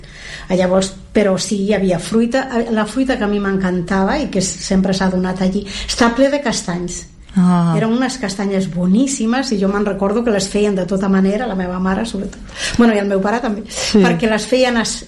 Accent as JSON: {"language": "Catalan", "region": "Castile and León", "country": "Spain", "said": "com en el carnet figura que som de León, però estem a la franja, diguérem."}